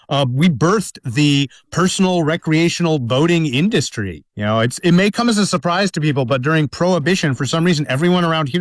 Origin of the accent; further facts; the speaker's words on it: Port Huron, Michigan, United States; moved away as an adult; also born or lived in Mackinac, Michigan / Dearborn, Michigan; I'm from Port Huron. You know, I have lived around the state. I actually lived for about a decade up in Mackinac.